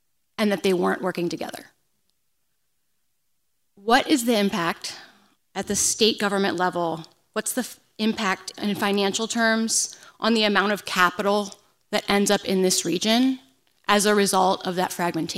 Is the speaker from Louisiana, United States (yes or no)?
no; Akron, Ohio, United States; now in Columbus, United States; I'm a kid from Akron who moved to Columbus in 2017.